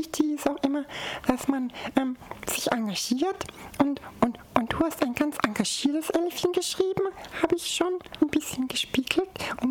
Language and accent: German; Salzburg, Austria; Weil ich komme ja aus Salzburg und ich wohne in Salzburg.